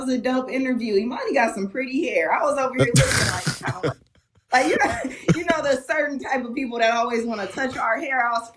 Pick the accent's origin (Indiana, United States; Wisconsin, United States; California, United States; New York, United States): Wisconsin, United States; Milwaukee; Milwaukee's home. All of my family and friends are still there. I'm back and forth. So yeah, man, I'm from Milwaukee through and through.